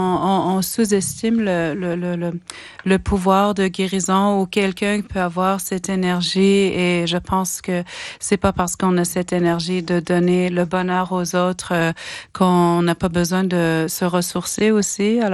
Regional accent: the Far North, Canada; chez nous, moi, je viens du Grand Nord

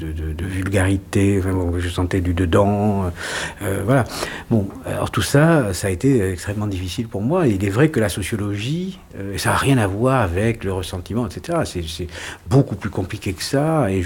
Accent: Nouvelle-Aquitaine, France; moved away; Je viens d'un tout petit village du Béarn, du sud-ouest de la France, bon, et d'une famille de tout petits fonctionnaires.

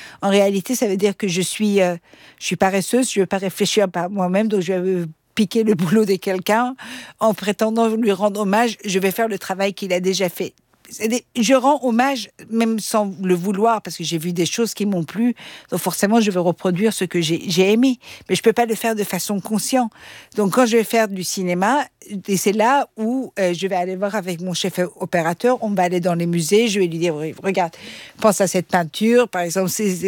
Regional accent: Austria; first language Persian; French is a second language; Je parlais le persan, mes parents ils m'ont mis dans une école francophone, après j'ai grandi en Autriche. Voilà, après, bon, l'anglais, il fallait quand même le parler

